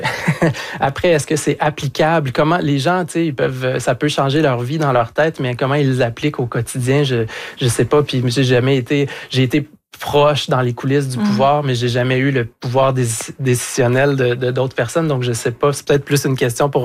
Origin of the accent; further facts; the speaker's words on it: Quebec, Canada; plus près de chez nous, au Québec